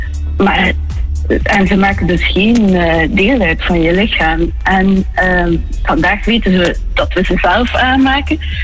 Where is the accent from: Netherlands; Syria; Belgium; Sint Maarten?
Belgium; Ghent, Flemish Region; als echte Gentenaar hoef je daar niet altijd te